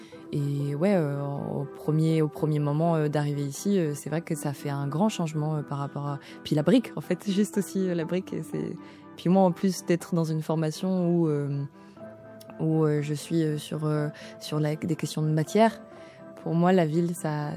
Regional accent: Saint-Nazaire, Pays de la Loire, France; also born or lived in Angers; now in Albi, France; je viens de Saint-Nazaire, où j'ai grandi, j'ai fait mes études sur Angers, et je suis arrivée après à Albi

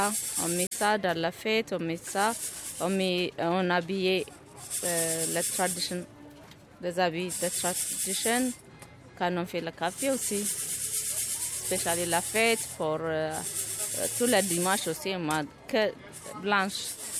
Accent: Ethiopia; moved away; Je suis venue d'Éthiopie, J'habite ici à La Panos.

